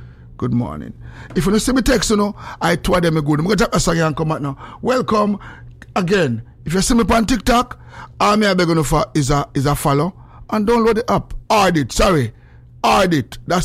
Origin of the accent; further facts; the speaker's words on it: Jamaica; Sometimes you know we as Jamaican people we don't read a lot, so we don't read the Bible and we don't pray a lot.